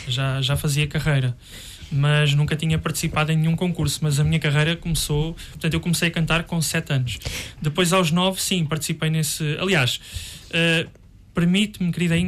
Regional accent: Portugal; born there; also born or lived in France; nunca tinha saído de Portugal

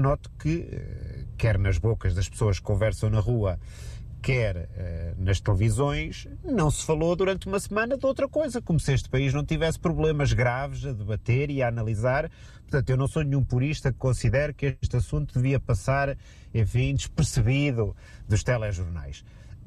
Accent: Portugal; qualquer um de nós que tenha posto um pé fora de Portugal sabe que, se chegamos lá fora e dizemos que somos portugueses

